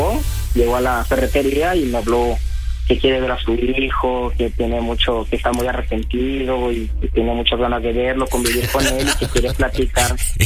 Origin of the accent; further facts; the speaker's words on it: Acapulco, Guerrero, Mexico; nacido y crecido aquí en Acapulco.